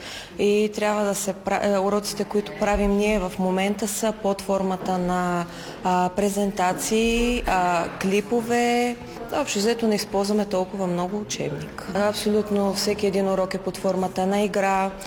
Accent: Krupnik, Blagoevgrad Province, Bulgaria; Да, от Крупник сме, да.

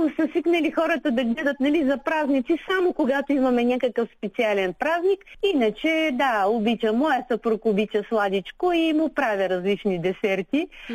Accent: Gabrovo, Gabrovo Province, Bulgaria; В момента аз я подарих на моя роден град Габрово

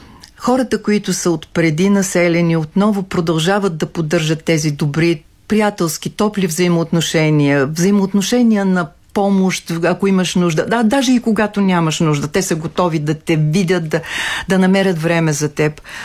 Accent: Tabachka, Ruse Province, Bulgaria; Връщате ме към нещо, в което остава душата ми. Това е родното ми място.

